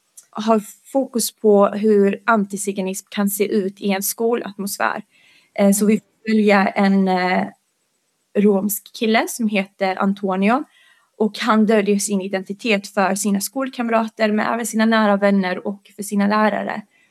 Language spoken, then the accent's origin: Swedish; Bosnia & Herzegovina; Jag är rom från Bosnien, så jag är bosnisk rom. Och det innebär alltså att vi pratar bosnisk romani.